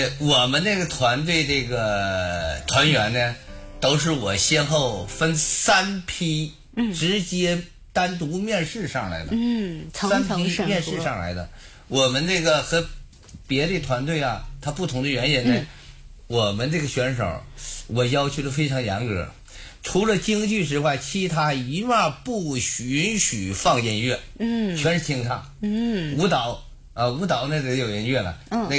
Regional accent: Panjin, Liaoning, China; moved away as an adult; now in Shenyang, China; 我的老家，我从盘锦过来的，我在盘锦交警支队退的休

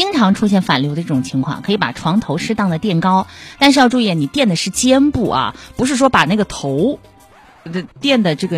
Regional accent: Changsha, Hunan, China; 我们长沙话里面好像真的没有烧心

